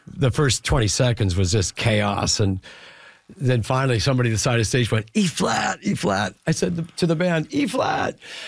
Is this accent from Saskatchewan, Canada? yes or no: yes; Regina, Saskatchewan, Canada; And then we did the same thing the next night in my hometown of Regina. And now I'm in my hometown with, like, people I knew in the audience.